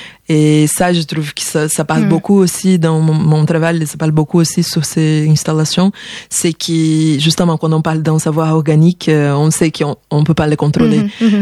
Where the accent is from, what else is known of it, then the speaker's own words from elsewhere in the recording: Rio de Janeiro, Brazil; French is a second language; moved away; un voyage d'exploration qui est arrivé à chez moi, à Rio de Janeiro.